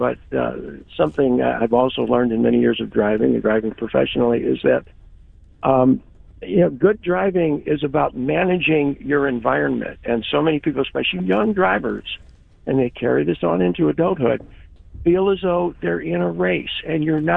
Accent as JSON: {"language": "English", "town": "Black Jack", "region": "Missouri", "country": "United States", "tie": "born or raised there", "said": "I grew up in North County, St. Louis"}